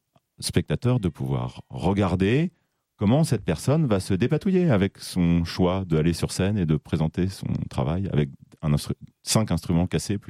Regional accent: Auvergne-Rhône-Alpes, France; moved away as an adult; also born or lived in Paris; Moi, je me souviens, je suis venu quand j'avais 20 ans. J'ai grandi en Haute-Savoie et j'ai habité à Paris pendant très longtemps, mais je suis venu quand j'avais 20 ans dans la Drôme

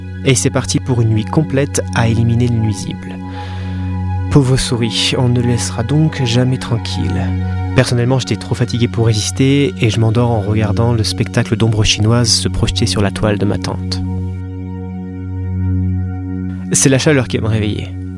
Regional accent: France; je suis français.

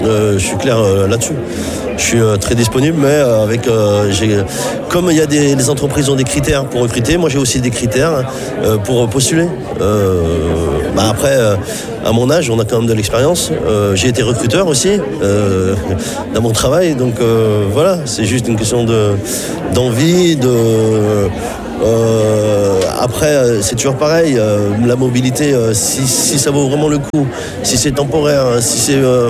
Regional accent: Saint-Étienne, Auvergne-Rhône-Alpes, France; je suis natif de Saint-Étienne. Ma vie, elle est là. Ma vie professionnelle, je l'ai faite ici. Ma vie personnelle, à 56 ans

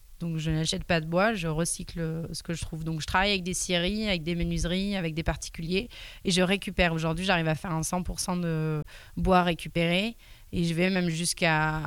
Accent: Angers, Pays de la Loire, France; born there; Je suis partie d'Angers, donc c'est là où est né le projet, c'est là où je suis née.

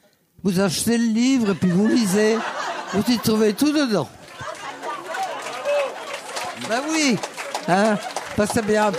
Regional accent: Auvergne-Rhône-Alpes, France; J'étais jeune, mais j'étais la plus jeune savoyarde.

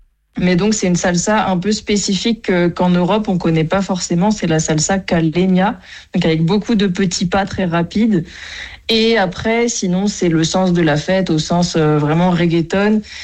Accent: France; now in Medellín, Colombia

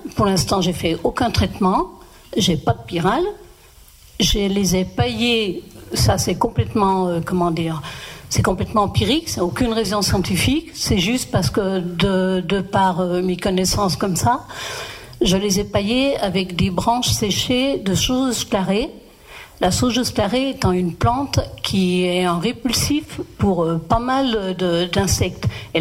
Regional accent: Parmilieu, Auvergne-Rhône-Alpes, France; moved away; je suis originaire de la région de Parmilieu, Crémieux, au nord de l'Isère.

